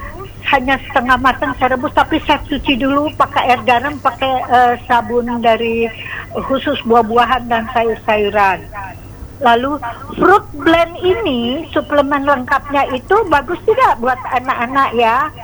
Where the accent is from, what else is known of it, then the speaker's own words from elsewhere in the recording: Lembang, West Java, Indonesia; now in Cirebon, Indonesia; sebetulnya saya dari Lembang, Bandung, tapi posisi sedang ada di Cirebon dalam rangka ziarah makam-makam wali ya.